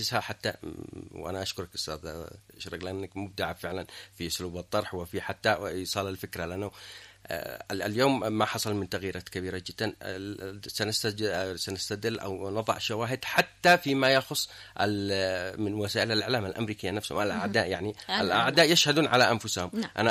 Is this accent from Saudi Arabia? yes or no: no; Yemen; حتى بالنسبة لنا كيمنيين.